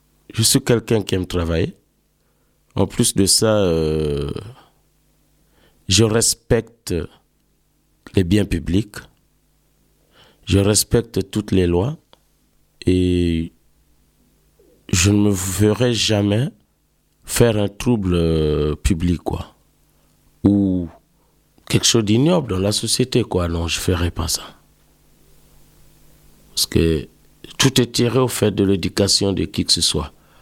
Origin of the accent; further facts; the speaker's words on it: Normandy, France; C'est comme ça que je me vois, quoi. Je suis un Normand noir.